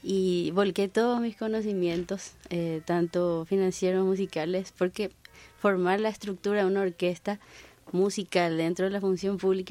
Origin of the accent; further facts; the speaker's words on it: Quiquió, Paraguarí, Paraguay; born there; Porque en la época en que ellos empezaron a hacer música en donde vivíamos, hacia Quiquío, bueno, ellos eran de Ibicuí y después se mudaron a Quiquío.